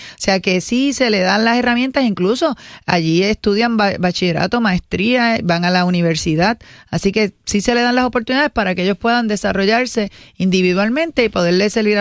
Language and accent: Spanish; Guayama, Puerto Rico; un saludo grande de mi parte, de Guayama.